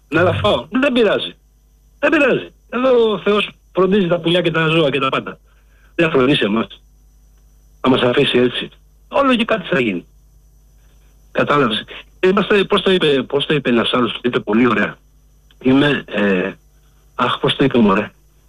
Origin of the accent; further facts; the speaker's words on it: Greece; Πραγματικά δεν τρέπομαι που είμαι Έλληνας.